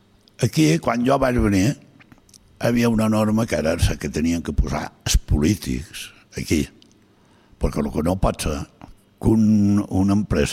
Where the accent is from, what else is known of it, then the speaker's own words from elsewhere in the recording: Galicia, Spain; Catalan is a second language; jo la mala vaig veure per primera vegada quan vaig venir aquí, perquè jo som del centre de Galícia. I clar, no teníem mar, no teníem res.